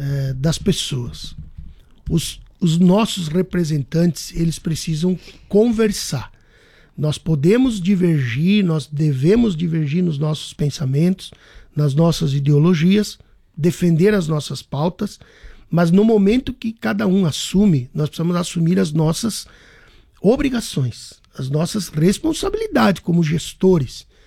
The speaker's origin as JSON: {"language": "Portuguese", "town": "Chapecó", "region": "Santa Catarina", "country": "Brazil", "tie": "born there", "said": "sou nascido aqui em Chapecó, então com muito mais orgulho de ser prefeito da minha cidade."}